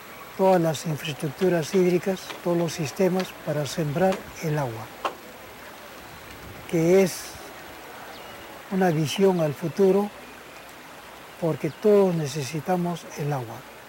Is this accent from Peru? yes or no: yes; San Pedro de Casta, Lima, Peru; born there; Vengo de la tierra de San Pedro de Casta. Allá he nacido, allá quedaré